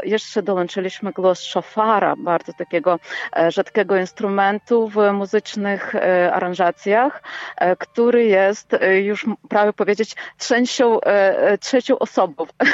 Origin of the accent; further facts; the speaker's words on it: Lviv, Lviv Oblast, Ukraine; Polish is a second language; moved away as an adult; now in Poland; we Lwowie, w którym się, jak pan powiedział, urodziliśmy, wychowaliśmy się